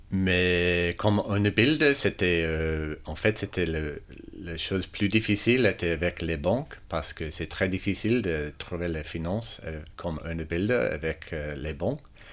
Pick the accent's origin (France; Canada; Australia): Australia; Melbourne, Victoria; born there; French is a second language; je suis né à Melbourne